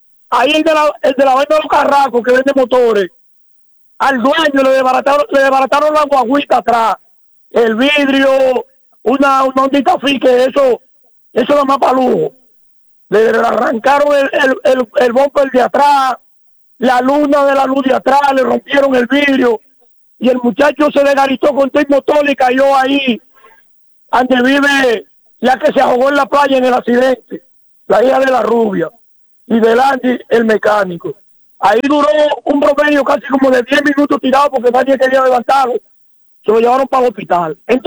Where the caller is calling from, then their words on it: Dominican Republic; todo lo que nos va a perjudicar a nosotros como dominicanos